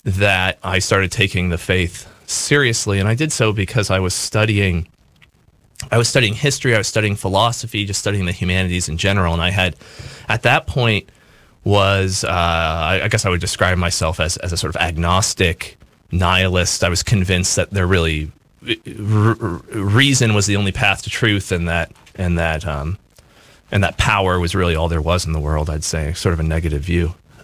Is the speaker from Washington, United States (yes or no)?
yes; Washington, United States; born there; also born or lived in California; I grew up on the West Coast, California and Washington State, mostly in Washington. And I'm a convert.